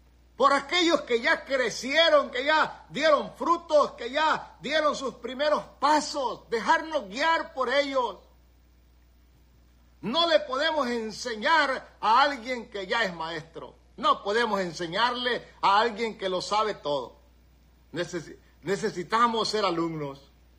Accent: El Salvador; moved away as an adult

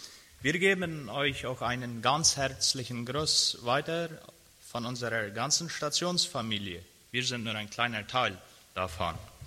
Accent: Loma Plata, Boquerón, Paraguay; Und dann sind ich … Wir sind aus Loma Plata auch.

